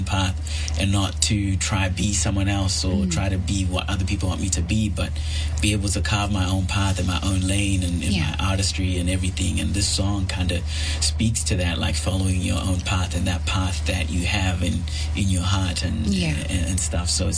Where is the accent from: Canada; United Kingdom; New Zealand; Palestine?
New Zealand; accent: mixed African, American and Kiwi; one second I'm speaking an African accent, the other second it's like slightly American and then a little Kiwi word here.